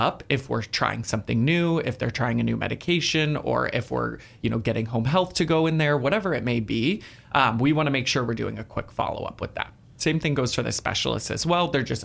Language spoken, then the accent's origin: English; Tampa, Florida, United States; So I am actually born and raised in the Tampa Bay area, so I've grown up here my whole life.